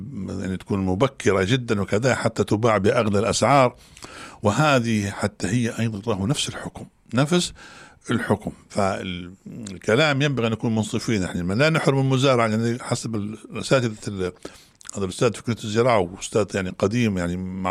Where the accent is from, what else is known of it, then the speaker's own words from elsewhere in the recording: Libya; وحنا كنا كليبيين